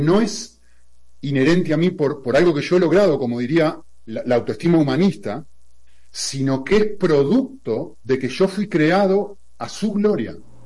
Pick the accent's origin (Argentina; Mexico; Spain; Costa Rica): Argentina; born there; Yo nací en un contexto de una determinada, en un contexto social determinado en Argentina.